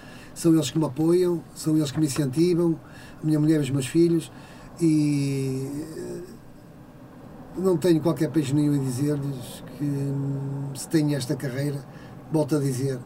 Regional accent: Matosinhos, Norte, Portugal; Nasci em Matosinhos, fui criado em Matosinhos, sou filho de pescador

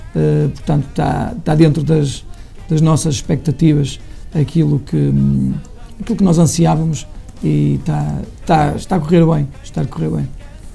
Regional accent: Vila do Conde, Norte, Portugal; eu sou de Vila do Conde

